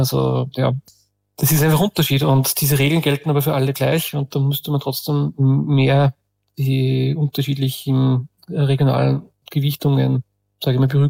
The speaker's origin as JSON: {"language": "German", "region": "Upper Austria", "country": "Austria", "said": "Wo ich halt sagen muss als Oberösterreicher"}